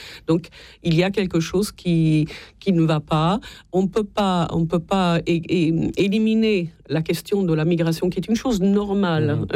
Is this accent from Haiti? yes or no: no; Italy